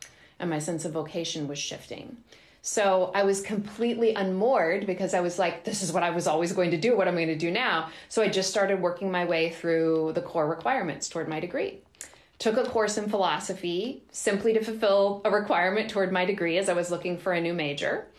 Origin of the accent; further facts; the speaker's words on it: Homer, United States; I was born and raised in Homer, graduated from Homer High School, absolutely expecting to pursue a career in music, as people who know me when I grew up here will remember.